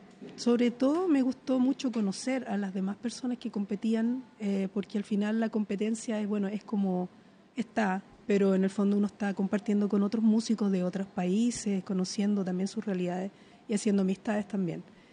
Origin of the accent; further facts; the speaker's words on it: Chile; esa era mi manera de conectarme con mi identidad como chilena.